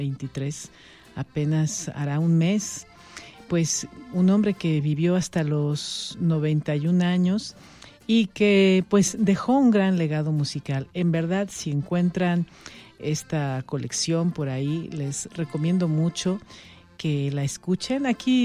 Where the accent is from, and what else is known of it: Mexico